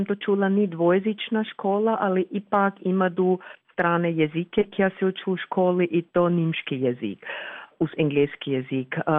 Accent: Burgenland, Austria; ne kao kod nas u Gradišću 4 razrede.

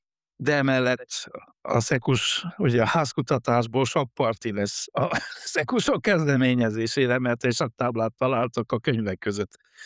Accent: Covasna, Romania; én kovásznai származású vagyok, Kovászné kis fürdővárosa Kárpát-kanyarban

